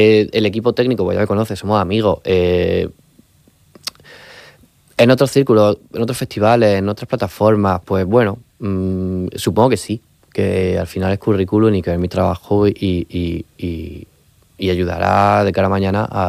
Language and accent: Spanish; Region of Murcia, Spain; now in Madrid, Spain; yo cuando estaba en Madrid, en cualquier fiesta, en cualquier rodaje, en cualquier entorno, digo, soy de Murcia, me dicen, ah, pues yo conozco no sé quién